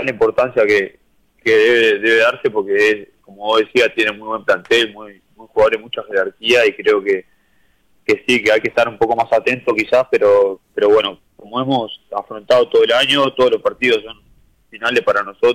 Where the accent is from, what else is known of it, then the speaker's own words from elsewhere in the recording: Mendoza Chico, Florida, Uruguay; Sí, de Mendoza Chico.